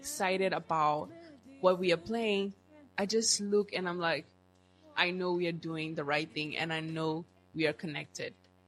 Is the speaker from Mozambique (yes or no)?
yes; Mozambique; now in Warsaw, Poland